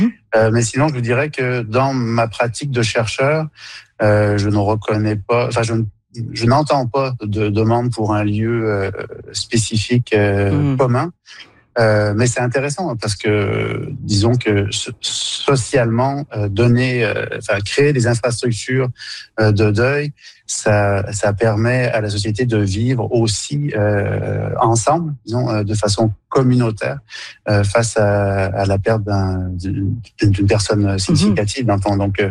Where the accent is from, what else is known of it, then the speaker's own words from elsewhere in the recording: Quebec, Canada; Donc, chez nous au Québec, c'est souvent au chalet